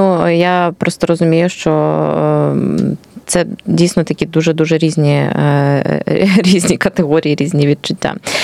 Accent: Luhansk Oblast, Ukraine; now in Kharkiv, Ukraine; я, власне, з Луганщини, і ми коли думали в 2014 році, що за 2-3 тижні все закінчиться, ми приїхали, власне, в Харків, і заїхали з району Холодної гори

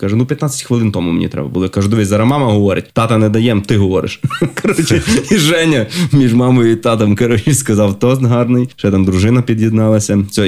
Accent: Lviv, Lviv Oblast, Ukraine; Я сам з Львова.

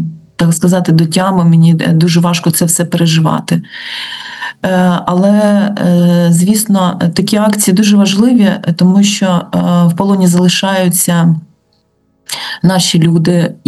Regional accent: Kharkiv, Kharkiv Oblast, Ukraine; now in Kyiv, Ukraine; і я харків'янка, тому... От так. Так, я дуже ніжно люблю Харків, але вже багато років живу в Києві.

